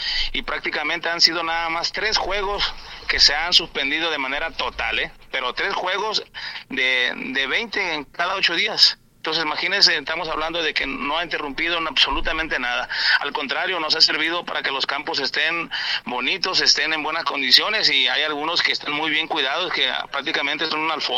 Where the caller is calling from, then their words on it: Nayarit, Mexico; Somos nayaritas, somos coras, pero ante todo somos mexicanos